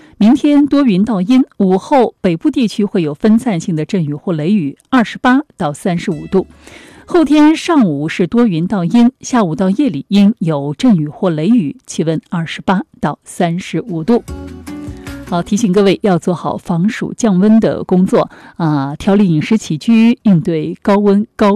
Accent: Jiangsu, China; 我们江苏有什么样的习俗啊

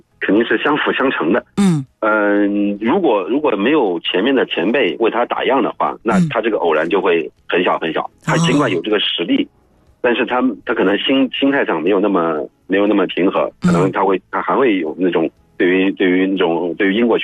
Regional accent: China; 我们中国人打这个球绝对不比他们差，

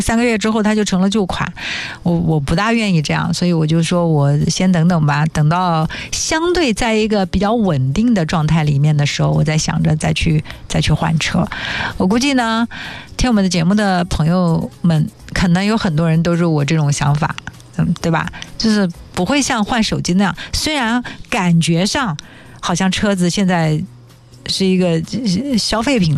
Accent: China; 作为中国人也特别的骄傲

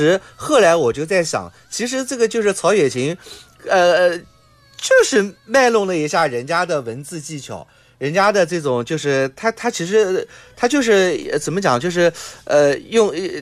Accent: Suzhou, Jiangsu, China; 我们苏州

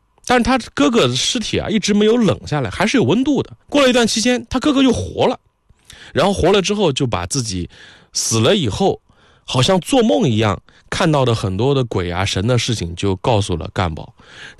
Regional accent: China; 我们中国人

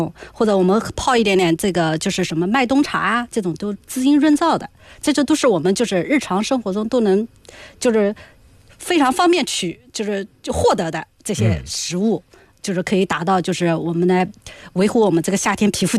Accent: Nanjing, Jiangsu, China; 我们南京人最喜欢吃的菊花脑

